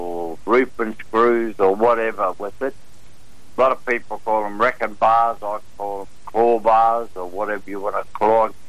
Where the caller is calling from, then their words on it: Townsville, Queensland, Australia; I'm from Condon.